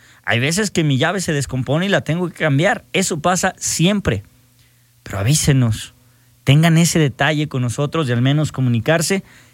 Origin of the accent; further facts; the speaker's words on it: Ojuelos de Jalisco, Jalisco, Mexico; now in Aguascalientes, Mexico; gracias por querer a mi tierra también. Vivo Ojuelos, Jalisco, cómo no. Y gracias a toda la gente que me escribe, que sabe que soy de allá